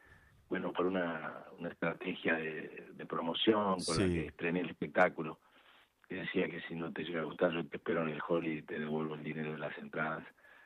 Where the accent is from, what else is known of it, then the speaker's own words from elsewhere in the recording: Entre Ríos, Argentina; born there; moved away as an adult; Yo nací en Entre Ríos